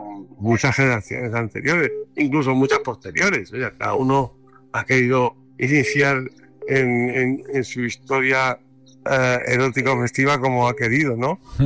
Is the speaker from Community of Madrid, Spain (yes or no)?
yes; Alcalá de Henares, Community of Madrid, Spain; now in Madrid, Spain; soy de Alcalá, soy de la diócesis Madrid-Alcalá.